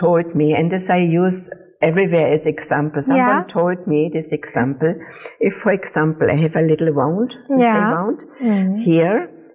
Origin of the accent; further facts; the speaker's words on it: Germany; I was brought up in Germany, it's a different kind of living, and we are quite free.